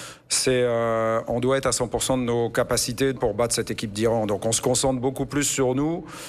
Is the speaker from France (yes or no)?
yes; France; Moi je suis français donc je connais bien Godos aussi qui a joué à Amiens.